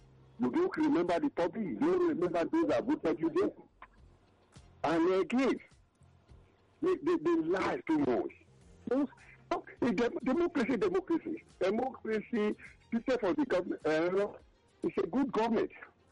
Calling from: Ayobo, Lagos, Nigeria; From Ayobo here.

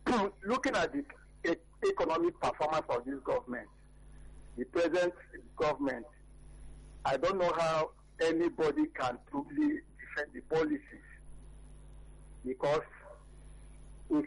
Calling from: Iba, Lagos, Nigeria; I'm calling from Eba, Lagos.

